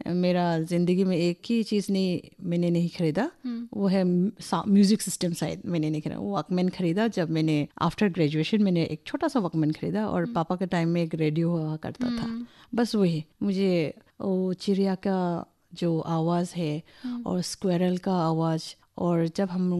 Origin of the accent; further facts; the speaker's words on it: Silchar, Assam, India; born there; जैसे कि मैंने बोला था कि मेरा जन्म सिलचर में हुआ था